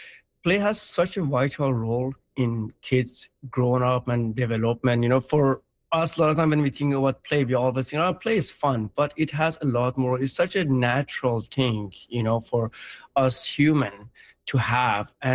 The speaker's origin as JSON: {"language": "English", "country": "Iran", "tie": "born or raised there", "said": "I was born in Iran during the war, and growing up there, I spent a lot of times in bunkers and, you know, in hiding away."}